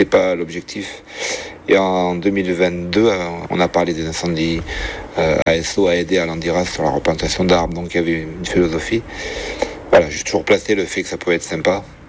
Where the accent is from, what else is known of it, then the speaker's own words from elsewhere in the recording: Nouvelle-Aquitaine, France; now in Aurignes, France; J'ai pu voir le Tour devant chez ma grand-mère, là où j'ai été élevé, donc dans le Médoc